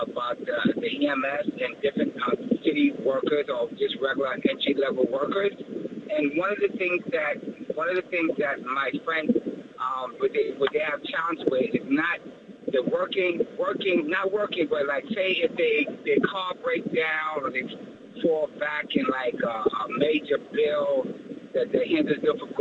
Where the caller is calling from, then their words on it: New York, United States; I'm calling from Harlem, New York.